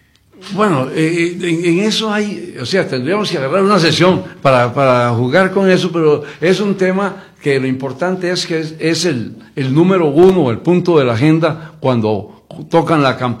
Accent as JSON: {"language": "Spanish", "region": "Alajuela", "country": "Costa Rica", "said": "Yo soy alajuelense, pero de marcado y orgulloso."}